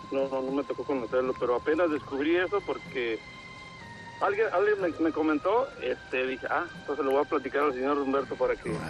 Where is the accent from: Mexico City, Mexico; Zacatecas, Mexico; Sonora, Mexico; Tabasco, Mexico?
Zacatecas, Mexico; Monte Escobedo; now in Chicago, United States; Originario de Montescobedo, Zacatecas.